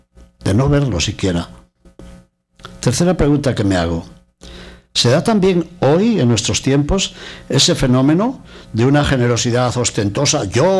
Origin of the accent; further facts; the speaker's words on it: Spain; en Toledo, en mi tierra, en España